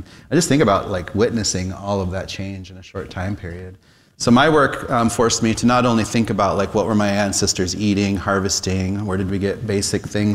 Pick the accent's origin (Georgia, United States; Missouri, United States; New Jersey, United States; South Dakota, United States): South Dakota, United States; Pine Ridge Reservation; growing up on Pine Ridge Reservation.